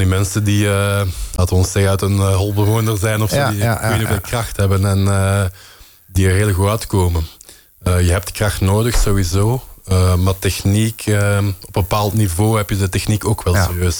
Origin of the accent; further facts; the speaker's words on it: Flanders, Belgium